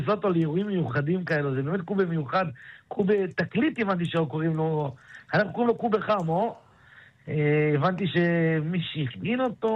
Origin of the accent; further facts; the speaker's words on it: Zakho, Duhok Governorate, Iraq; אנחנו נקים לארבע מדינות. יש קורדים איראנים, קורדים סורים, קורדים טורקים וקורדים עיראקים. אנחנו באנו מעיראק.